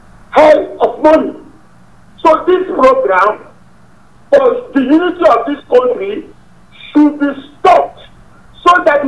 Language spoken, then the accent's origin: English; Ghana; from Ghana.